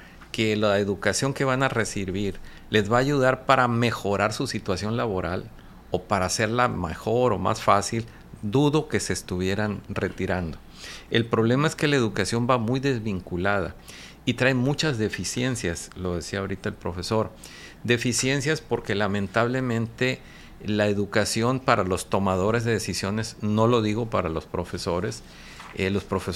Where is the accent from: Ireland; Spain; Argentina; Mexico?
Mexico; Nuestro país es país emergente